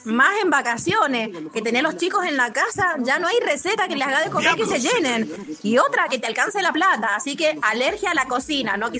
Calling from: Godoy Cruz, Mendoza, Argentina; de Godoy Cruz.

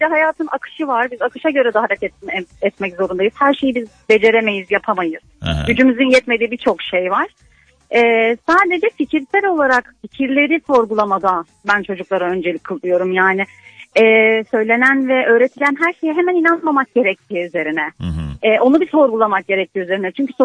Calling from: Istanbul, Turkey; Beylikdüzü'nden arıyorum.

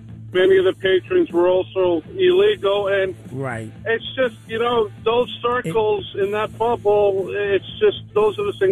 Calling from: New York City, New York, United States; I live in the College Point area out here in Queens

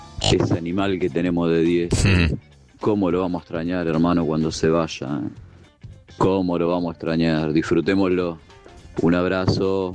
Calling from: Hurlingham, Buenos Aires Province, Argentina; de Hurlingham

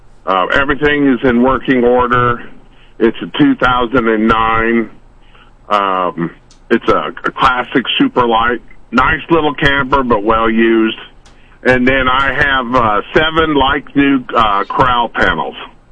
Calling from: Fayette, Missouri, United States; I'm Fayette area.

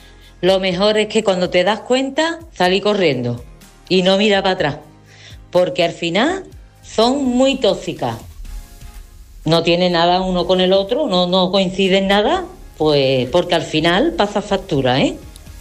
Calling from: Sanlúcar de Barrameda, Andalusia, Spain; de Sanlúcar.

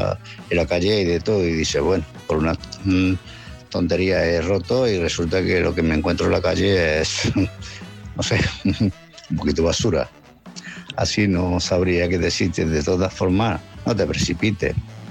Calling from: Málaga, Andalusia, Spain; de Málaga.

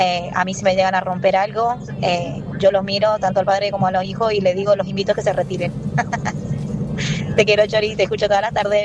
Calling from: San Martín, Mendoza, Argentina; Estoy volviendo de ciudad y que soy de San Martín

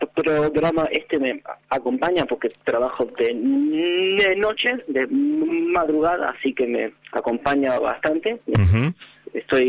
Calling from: Mar del Plata, Buenos Aires Province, Argentina; de Mar del Plata.

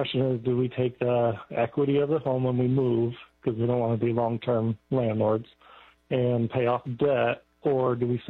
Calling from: Charlotte, North Carolina, United States; I'm right outside Charlotte, moving up to the Northeast.

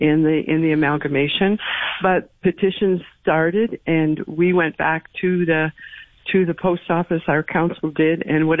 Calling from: Lakeshore, Ontario, Canada; I'm from Lakeshore.

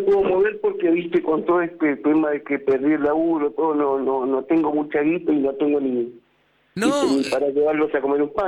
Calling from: Los Olmos, Buenos Aires Province, Argentina; Yo soy de Los Olmos

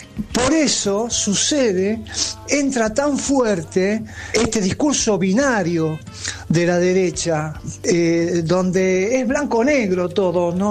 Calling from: Buenos Aires, Argentina; de Recoleta.

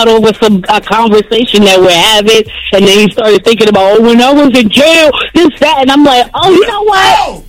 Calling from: Newburgh, New York, United States; I'm calling from Newburgh, New York.

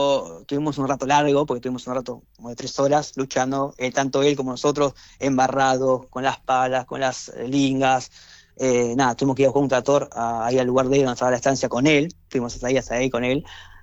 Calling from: Mar del Plata, Buenos Aires Province, Argentina; De Mar del Plata.

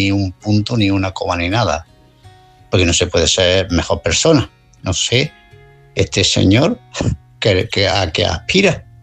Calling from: Málaga, Andalusia, Spain; de Málaga.

